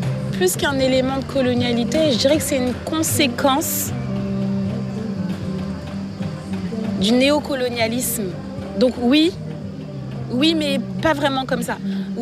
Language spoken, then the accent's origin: French; Republic of the Congo; born there; Parce qu'en soi, est-ce que tu m'entends parler ? Je suis née au Congo, hein.